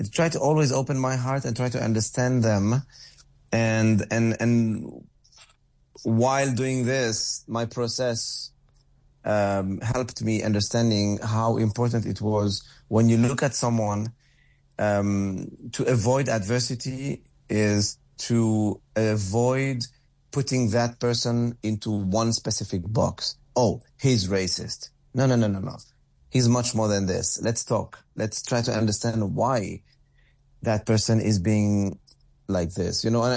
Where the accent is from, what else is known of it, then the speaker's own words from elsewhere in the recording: Lebanon; now in Europe; I come from Lebanon and I live in Europe or anything like that.